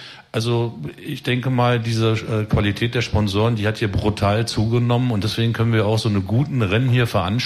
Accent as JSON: {"language": "German", "town": "Goslar", "region": "Lower Saxony", "country": "Germany", "tie": "born or raised there", "said": "ich bin ja gebürtiger Goslarer, war auch wirtschaftlich in Goslar aktiv, habe da relativ gute Kontakte."}